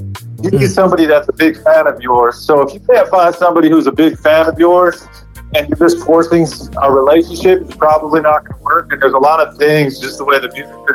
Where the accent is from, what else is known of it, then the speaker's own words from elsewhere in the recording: California, United States; So I as a high school kid, man, growing up in the Bay Area, big fan of some of the local rap and hip hop around here.